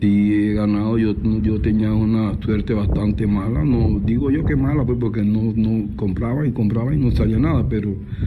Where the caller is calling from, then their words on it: Pacora, Panamá, Panama; soy de Pacora.